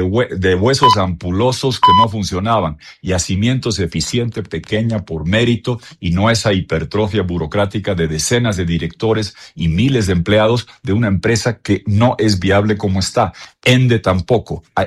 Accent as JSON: {"language": "Spanish", "country": "Bolivia", "said": "lo que me da vergüenza y pena como boliviano."}